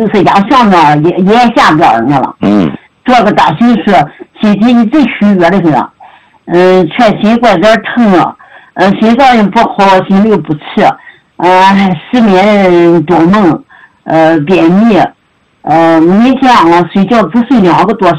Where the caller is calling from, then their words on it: Changji, Xinjiang, China; 我是新疆昌吉的学员，今年74岁了